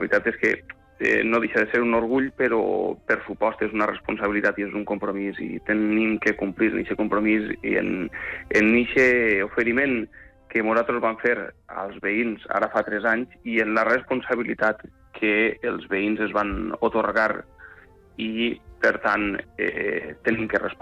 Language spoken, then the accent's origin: Catalan; Les Alqueries, Valencian Community, Spain; de la cultura com a valencians